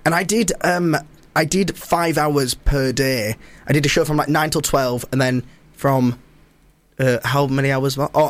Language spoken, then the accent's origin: English; Leeds, Yorkshire and the Humber, United Kingdom; People say, where are you from? You go, I'm from Leeds.